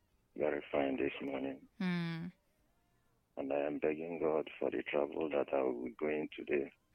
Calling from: Ebe, Nigeria; from Ebe.

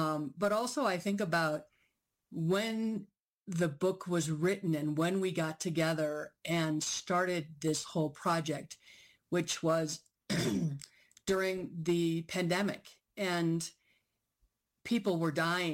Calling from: Santa Fe, New Mexico, United States; I'm calling in from Mogapoge Owinge, otherwise known as Santa Fe, New Mexico.

